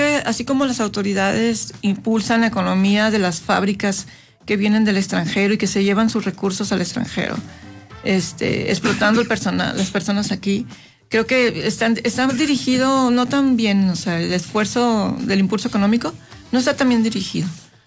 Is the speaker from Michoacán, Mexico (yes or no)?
no; Sinaloa, Mexico; moved away as an adult; now in San Luis Potosí, Mexico; En Sinaloa, en mi tierra natal